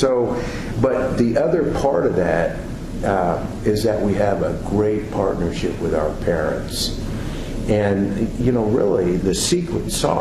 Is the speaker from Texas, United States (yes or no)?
no; Mexico, Missouri, United States; I come from Mexico, Missouri